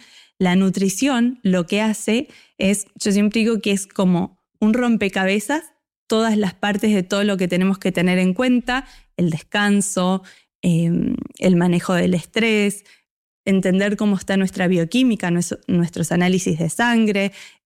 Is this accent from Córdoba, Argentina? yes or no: no; Necochea, Buenos Aires Province, Argentina; soy de Necochea